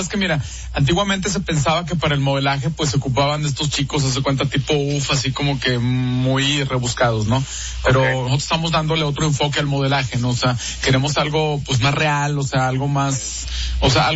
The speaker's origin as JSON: {"language": "Spanish", "region": "San Luis Potosí", "country": "Mexico", "said": "Yo soy de San Luis Potosí."}